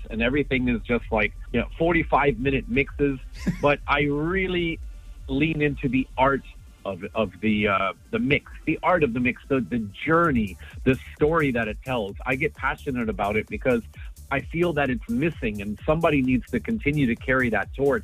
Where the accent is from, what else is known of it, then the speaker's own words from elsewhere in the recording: Germany; English is a second language; now in United States; when I first moved to the USA from Germany, I didn't speak English. So radio was my escape.